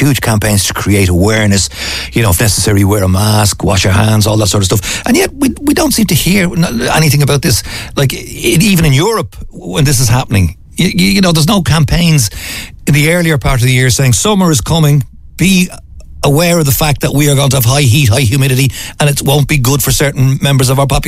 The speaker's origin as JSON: {"language": "English", "country": "Ireland", "said": "Sure, we're Irish"}